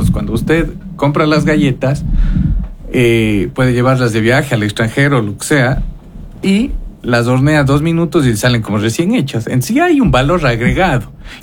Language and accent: Spanish; Ecuador